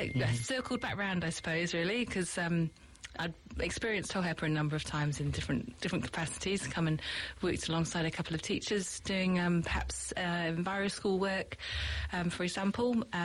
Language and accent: English; United Kingdom; moved away as an adult; now in New Zealand; So clearly my accent is not a Kiwi accent, so I'm from the UK. We moved out here 2026 to New Zealand. Don't plan on going back at any time soon.